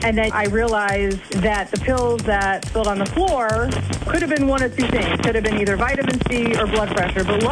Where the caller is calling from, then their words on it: Madison, Wisconsin, United States; I'm from Madison